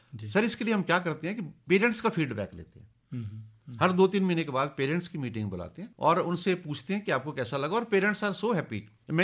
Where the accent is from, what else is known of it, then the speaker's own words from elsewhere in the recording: Ghumarwin, Himachal Pradesh, India; born there; now in Dharamshala, India; मैं घुमारवीं का रहने वाला हूँ, तो जहाँ पैदा हुए हैं वहाँ के साथ हमेशा आपकी अटैचमेंट तो रहती है।